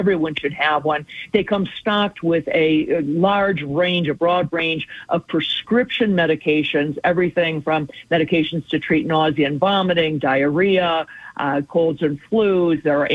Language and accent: English; Cleveland, Ohio, United States; it's tough growing up in Cleveland when it comes to football.